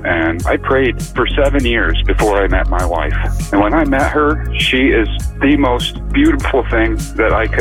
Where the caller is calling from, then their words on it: Mount Vision, New York, United States; I'm calling from Mount Vision, New York.